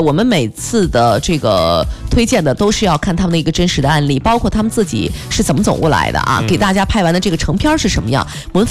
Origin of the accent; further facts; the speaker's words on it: Taiyuan, Shanxi, China; now in Fuzhou, China; 包括像我的家乡山西太原，